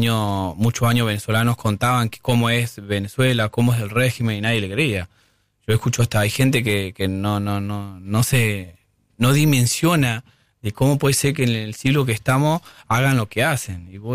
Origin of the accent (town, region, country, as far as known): Argentina